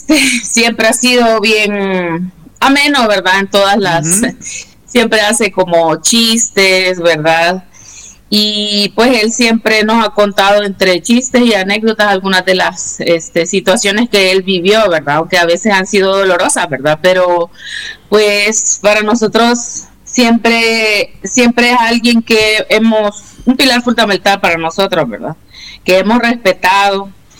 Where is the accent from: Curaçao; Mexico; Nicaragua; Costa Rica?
Nicaragua; born there; Con mi mamá, pues, fuimos exiliadas y yo nací en Nicaragua en el 85, ¿verdad? Yo tengo 41 años.